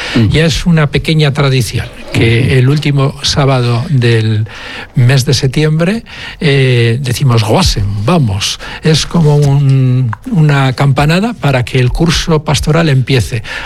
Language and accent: Spanish; Biscay, Basque Country, Spain; Somos los dentro de Vizcaya, cuando salimos fuera, muchos decimos que somos de Bilbao